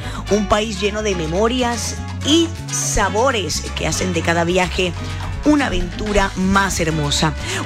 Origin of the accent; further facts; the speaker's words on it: Colombia; Yo soy de Colombia, el país de la bell